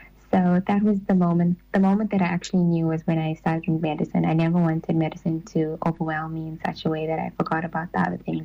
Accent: South Africa; It's something that we as Indian South African Muslims, we use in our everyday life.

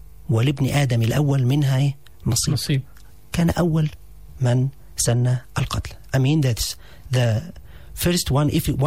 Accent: Egypt; English is a second language; we are brothers, I love you, I'm Muslim from Egypt, I come about maybe 8 or 7 or 8 hours or by airplane thousands of kilometers to say

